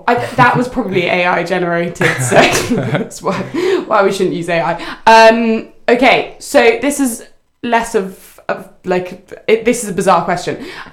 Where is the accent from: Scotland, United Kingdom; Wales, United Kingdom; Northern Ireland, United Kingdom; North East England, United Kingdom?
Wales, United Kingdom; I'm Welsh